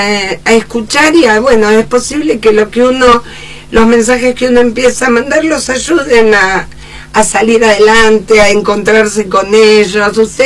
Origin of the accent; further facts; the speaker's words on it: San Martín, Buenos Aires Province, Argentina; Yo nací en San Martín, Villa Maipú. Hay un rinconcito de Villa Maipú que me marca toda mi infancia, un proceso muy fuerte.